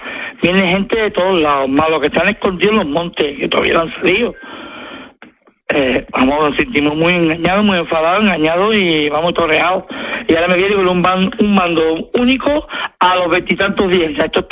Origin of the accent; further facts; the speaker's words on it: Spain; Yo precisamente soy musulmán y soy español de nacimiento. O sea, soy cristiano de nacimiento, de padre y madre, perdón, porque español soy.